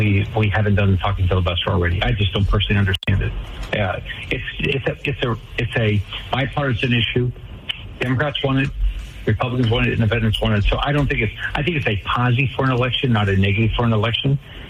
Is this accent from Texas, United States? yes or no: no; Florida, United States; I'm from Florida, so we know how to work.